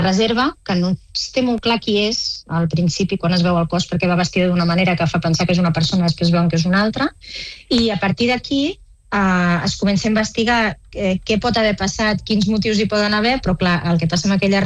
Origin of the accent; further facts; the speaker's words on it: El Prat de Llobregat, Catalonia, Spain; jo sóc del Prat.